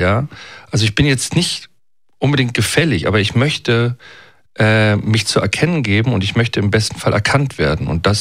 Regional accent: Berlin, Germany; Also, aber ich bin in West-Berlin geboren im Klinikum Steglitz, also in Steglitz und aufgewachsen.

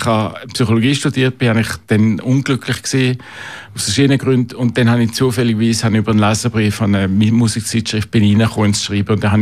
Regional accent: Basel, Basel-Stadt, Switzerland; German is a second language; moved away as an adult; also born or lived in Bern; now in Zurich, Switzerland; Ich bin in Bern geboren, in Basel aufgewachsen. Meine Mutter war eine fröhliche Welsche, mein Vater ein gebildeter Protestant. Und wir haben auch Französisch geredet. Ich habe Deutsch in der Schule gelernt, bin in Basel aufgewachsen

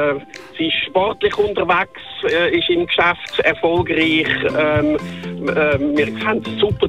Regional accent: Zurich, Switzerland; Ich bin 62, ich komme aus Zürich.

